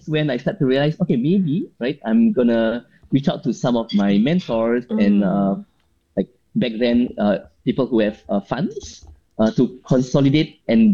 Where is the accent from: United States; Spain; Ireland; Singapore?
Singapore; as a Singaporean engineer overseas, there's so much knowledge.